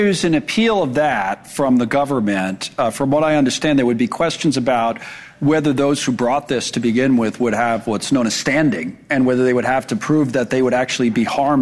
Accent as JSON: {"language": "English", "region": "New York", "country": "United States", "tie": "born or raised there", "said": "I grew up in New York"}